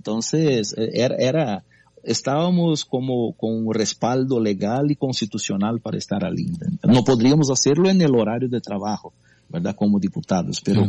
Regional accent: Brazil; una autoridad constituida en mi país

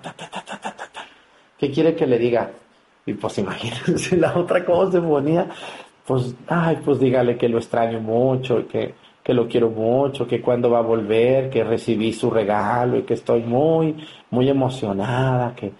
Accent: Mexticacán, Jalisco, Mexico; moved away; Como en mi pueblo, en Mexicacán

